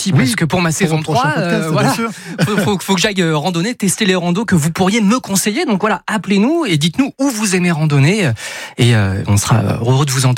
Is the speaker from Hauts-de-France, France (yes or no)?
yes; Hauts-de-France, France; moved away as an adult; also born or lived in Paris; now in Aix-en-Provence, France; les auditeurs les plus fidèles savent que j'ai grandi en Picardie, dans l'Oise. Alors dans l'Oise, il y a des forêts et des champs de betteraves, donc c'est pas un coin à randonner.